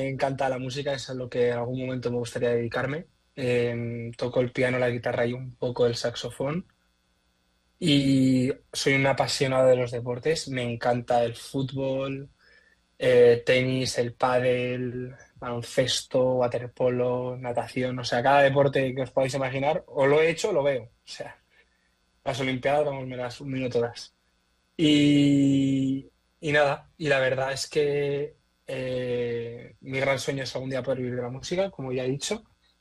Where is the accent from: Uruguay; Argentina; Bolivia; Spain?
Spain; Valencia, Valencian Community; soy de Valencia, vivo aquí en Valencia, España